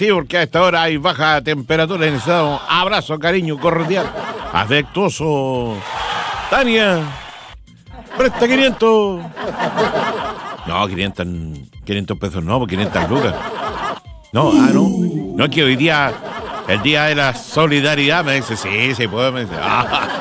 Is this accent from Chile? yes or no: yes; Padre Hurtado, Chile; ¿Somos o no somos solidarios los chilenos? Con todo ese ejemplo que nos dejó el padre Alberto Hurtado Cruchaga. Y ay, ¿verdad? Pues yo vivo cerca. Allá en mi tierra, ya vio ahí en Padre Alberto Hurtado.